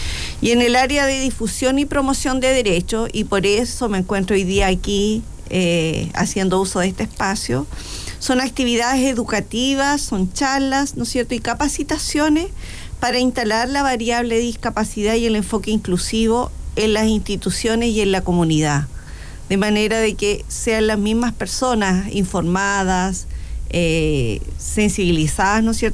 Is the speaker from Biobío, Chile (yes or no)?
yes; Curanilahue, Biobío, Chile; estamos aquí en Curanilagüe, sabemos la cercanía, soy persona oriunda de Curanilagüe